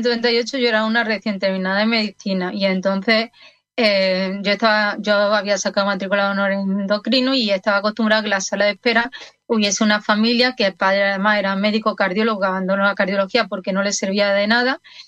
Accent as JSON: {"language": "Spanish", "town": "Seville", "region": "Andalusia", "country": "Spain", "said": "yo soy de origen sevillano."}